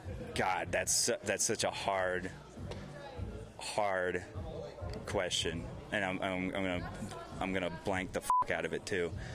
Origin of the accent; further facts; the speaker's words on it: Colorado Springs, Colorado, United States; And we're from Colorado Springs, but we kind of we're just as kin with the Denver scene as we are with the Colorado Springs scene.